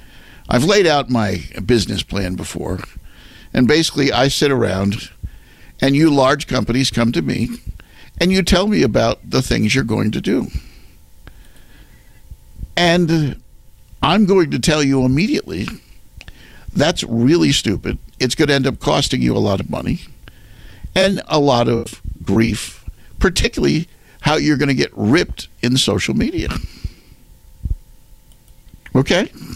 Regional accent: New England, United States; I grew up in New England

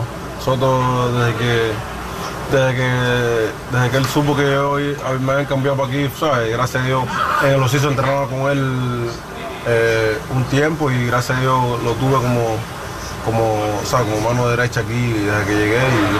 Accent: Ciego de Ávila, Cuba; born or raised there; moved away; also born or lived in Guantánamo, Cuba

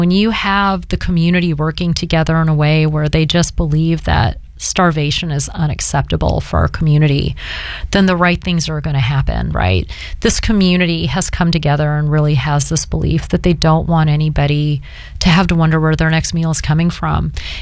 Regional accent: Pacific Northwest, United States; moved away; even though I grew up in the Pacific Northwest.

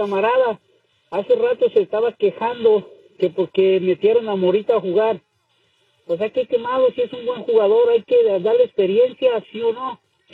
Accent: Mexico; yo soy mexicano, orgullosamente

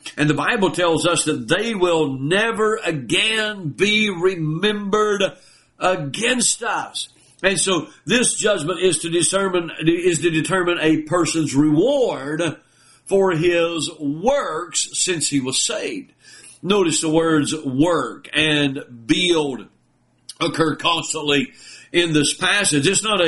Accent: United States; I am an American citizen

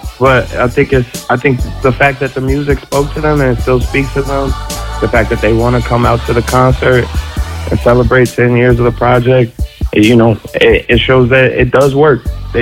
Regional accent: Chicago, Illinois, United States; I grew up in the Chicago hip hop scene. Like, there's no major label system there.

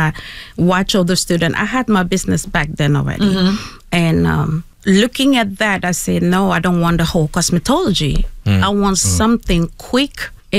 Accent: Cameroon; Originally from Cameroon, Central Africa.

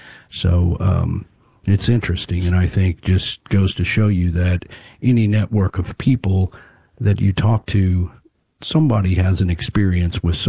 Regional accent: Fort Worth, Texas, United States; born there; I was born in Fort Worth, so that's this is kind of a hometown monster for me.

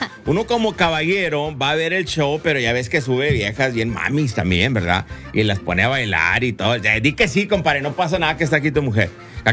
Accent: Mission, Texas, United States; born there; somos de Mission Eagles. Somos de los Mission Eagles, los grabamos de la high school de Mission.

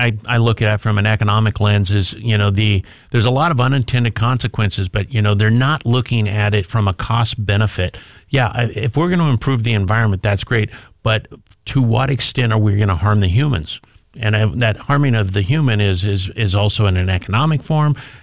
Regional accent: Yakima, Washington, United States; And I grew up in Yakima, and I know all about apples and hops.

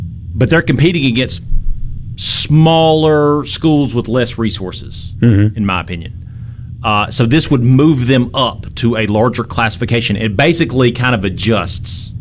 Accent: Mississippi, United States; where I'm from North Mississippi

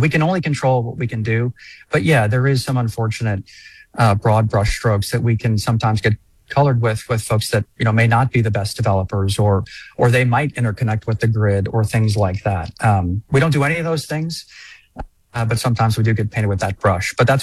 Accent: New Orleans, Louisiana, United States; moved away; I grew up in New Orleans

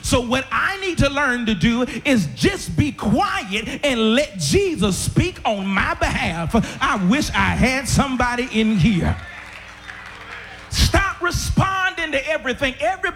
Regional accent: Alabama, United States; I'm from the big city of ML, Alabama, where dreams come to live, where dreams come to reality.

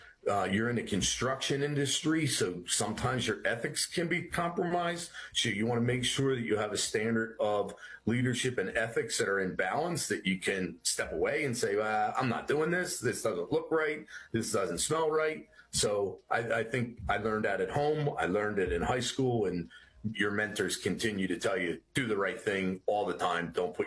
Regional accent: Clifton Heights, Pennsylvania, United States; I'm from Clifton Heights, Pennsylvania. I'm the second of four children, older brother, younger brother, and young sister.

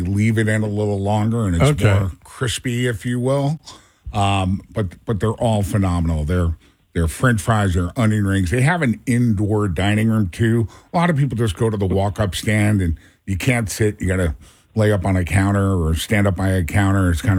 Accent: Clifton, New Jersey, United States; my hometown of Clifton, New Jersey.

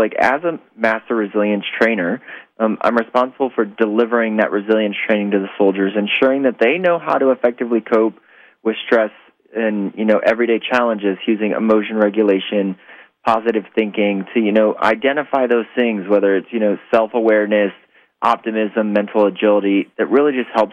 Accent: Ohio, United States; growing up in Northern Ohio, I spent a lot of time working with my aunt, the Salvation Army.

